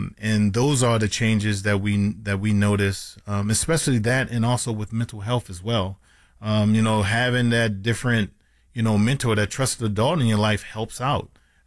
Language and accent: English; Cameroon; So being from Cameroon, majority of the time, of course, the parents are born and raised in Cameroon